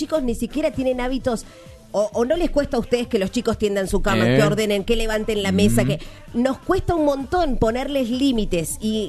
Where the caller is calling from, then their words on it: Mar del Plata, Buenos Aires Province, Argentina; de Mar del Plata.